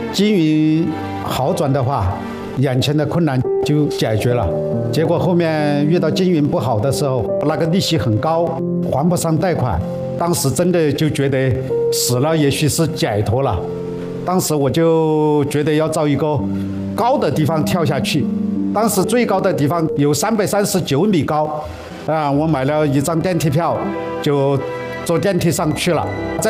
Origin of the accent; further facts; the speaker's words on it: Dazhou, Sichuan, China; moved away; 有一次我还想回我老家达州去找亲戚朋友，借点钱来做周转。